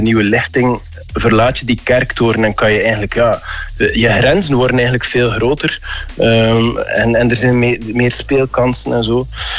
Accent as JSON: {"language": "Dutch", "town": "Knokke", "region": "Flanders", "country": "Belgium", "tie": "born or raised there", "said": "als West-Vlaamse hiphopper dan, ik rapte altijd voor een publiek rond de kerktoren, zal ik maar zeggen. Ik ben opgegroeid in Knokke"}